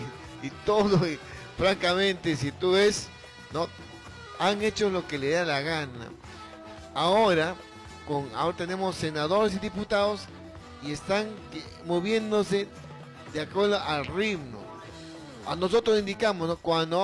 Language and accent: Spanish; Peru; Nosotros, como peruanos común y corriente